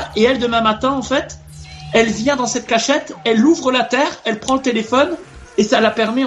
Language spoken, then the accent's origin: French; Strasbourg, Grand Est, France; de Strasbourg et donc je fréquente une Algérienne depuis 4 mois